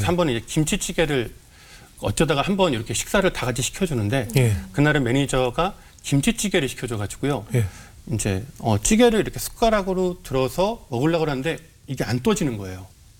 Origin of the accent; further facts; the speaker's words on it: Chuncheon, Gangwon, South Korea; 휴가를 얻어서 춘천 고향집에 잠깐 들어왔습니다.